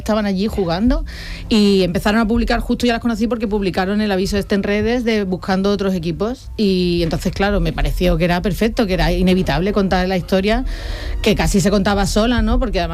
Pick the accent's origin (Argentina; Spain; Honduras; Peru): Spain; Mairena, Andalusia; yo soy de Mairena